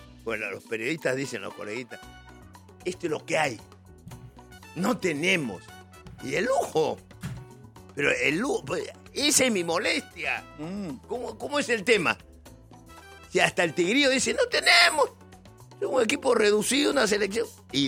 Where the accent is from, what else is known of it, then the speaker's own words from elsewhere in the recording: Lima, Peru; born there; yo nací en Barrios Altos, modestamente.